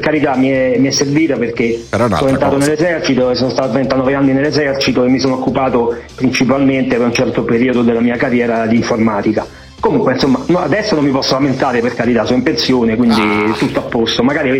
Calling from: Rome, Lazio, Italy; io come sono di Roma, abito a Roma Nord

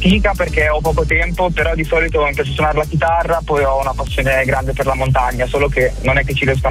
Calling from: Rimini, Emilia-Romagna, Italy; Io sono di Rimini, sì.

